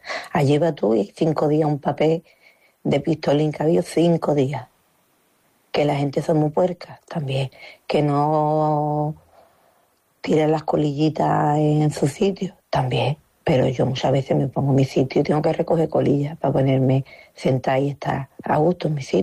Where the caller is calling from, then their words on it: Algeciras, Andalusia, Spain; Nosotros pagamos los impuestos también, que no somos de San Isidro, pero vivimos al lado del Corte Inglés.